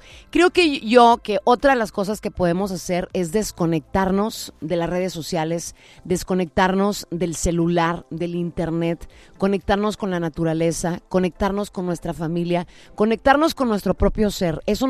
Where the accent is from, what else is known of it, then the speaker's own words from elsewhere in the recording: Nuevo León, Mexico; indiscutiblemente somos de Nuevo León y muchos de nosotros no conocemos tanto paraje tan bonito que existe en nuestro estado.